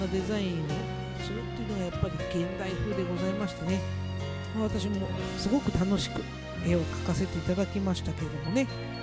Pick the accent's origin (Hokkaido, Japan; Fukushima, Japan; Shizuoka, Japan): Fukushima, Japan; Omachi; 私自身が大町の出身というのもあって、いよいよ地元って感じですよね。